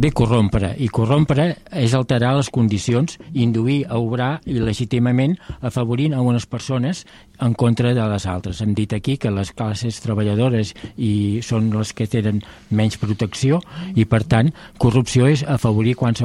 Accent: Sabadell, Catalonia, Spain; soc de Sabadell

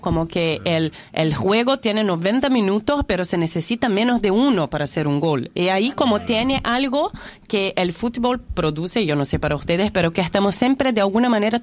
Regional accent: Brazil; moved away; soy brasileña

